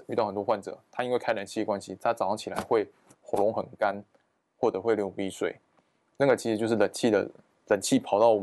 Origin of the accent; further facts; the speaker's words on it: Taiwan; 我们台湾人其实水都喝不大够。